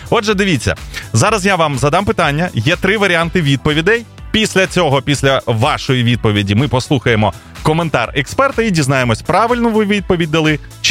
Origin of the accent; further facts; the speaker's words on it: Zhytomyr, Zhytomyr Oblast, Ukraine; moved away; Коли телефонуєш в Житомир, якщо не потрапляєш на маму, то потрапляєш все одно на своїх людей.